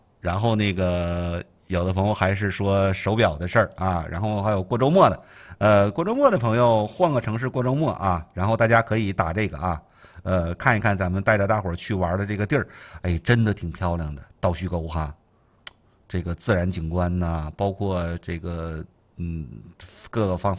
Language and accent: Chinese; China; 我们中国人